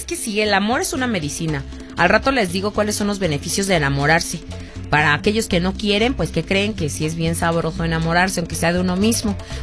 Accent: Mexico; Porque somos así los mexicanos.

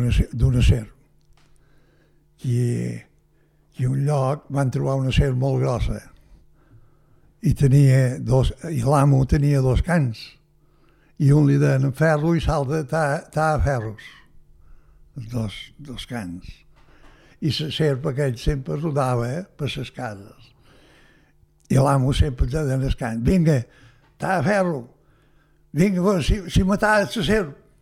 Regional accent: Ferreries, Balearic Islands, Spain; born there; Jo vaig néixer a Tira-sec, el terme de Ferreries.

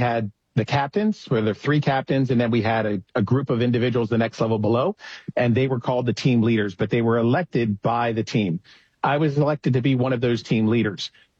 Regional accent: Wilmington, Delaware, United States; also born or lived in Pennsylvania; now in Delaware County, Pennsylvania, United States; So I grew up in Wilmington, Delaware, just over the state line of Pennsylvania. I've lived my life since in Pennsylvania in some fashion, right now in Delaware County.

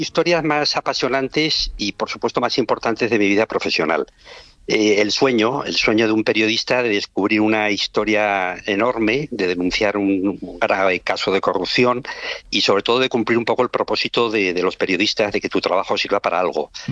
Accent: Pamplona, Navarre, Spain; el piso en el que vivía en Pamplona, muy cerca al Colegio de Jesuitas, donde yo había estudiado, yo soy de Pamplona.

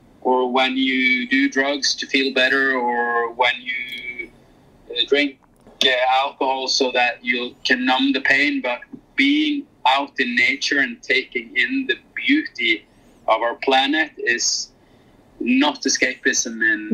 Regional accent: Norway; I grew up in the Norwegian outdoors with Norwegian outdoor culture.

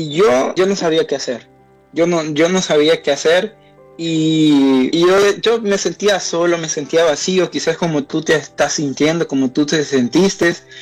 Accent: El Salvador; soy un joven del Salvador, tengo 27 años

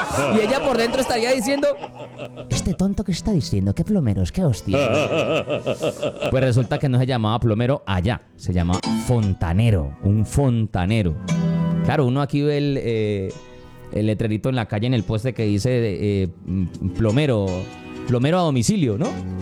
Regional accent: Colombia; una pregunta de esas que a uno como colombiano se queda sorprendido

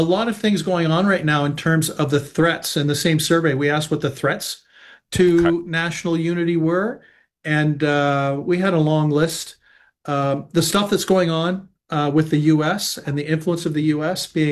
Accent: Canada; born there; But, you know, like, let's face it, I was born in Canada. I have Greek heritage.

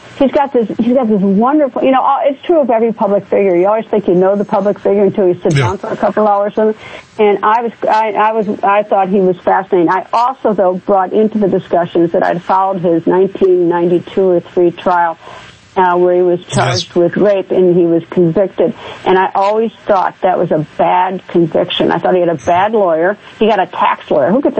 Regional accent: Wisconsin, United States; I'm from Wisconsin.

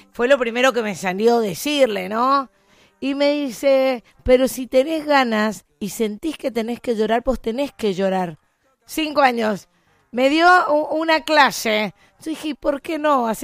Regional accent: Argentina; nosotros como argentinos

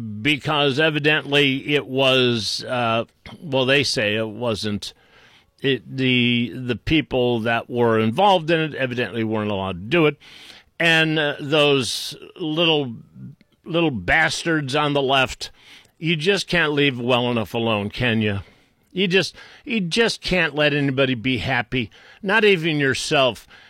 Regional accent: Boston, Massachusetts, United States; accent: Boston; I should be saying it with my Boston accent.

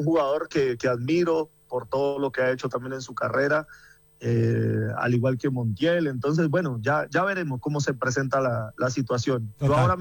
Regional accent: Colombia; como colombiano y jugador vigente, y por los números, el año pasado obviamente fui el mejor jugador de la liga

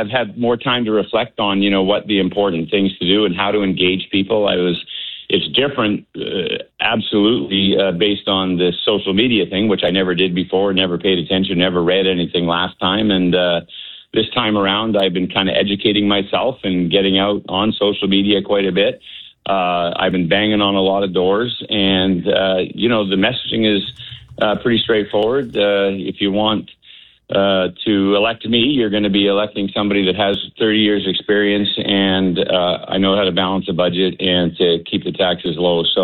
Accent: Langford, British Columbia, Canada; really, I was born in Langford, raised in Langford, raised my family here. My parents and grandparents were here before.

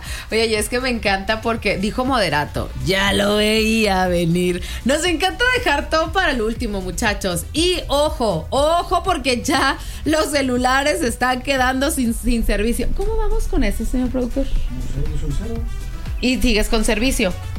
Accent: Mexico; como buenos mexicanos que dejamos todo para el último

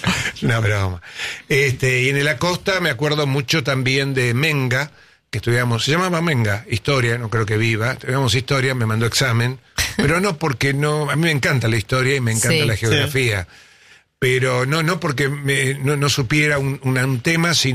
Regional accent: Buenos Aires, Argentina; born there; yo fui a 2 escuelas del Estado, una que estaba en Mataderos, en la calle Cosquín, entre Alberdi y Bragado.

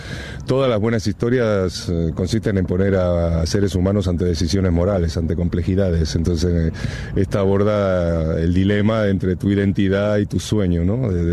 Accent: Spain; Y estoy muy feliz y ahora me voy a hablar como hablo yo, como español que soy

